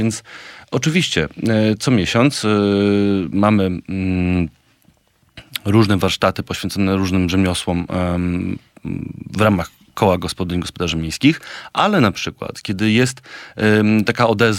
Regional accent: Warsaw, Masovian Voivodeship, Poland; ja jestem z Czerniakowa

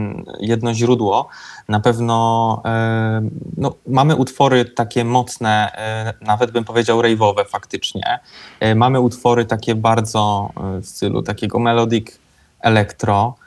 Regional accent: Silesian Voivodeship, Poland; also born or lived in Warsaw; now in Kraków, Poland; Ja nie jestem Krakusem, choć w Krakowie mieszkam przeszło 10 lat, ale z przerwą na Warszawę, gdzie jakoś tak właśnie poczułem potrzebę, żeby wyjechać, zaznać trochę innej energii, ale pochodzę ze Śląska.

